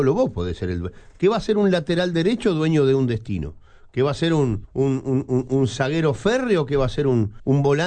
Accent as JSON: {"language": "Spanish", "country": "Uruguay", "said": "Ah, vos sabés una cosa, me permito trancarte, como buen uruguayo."}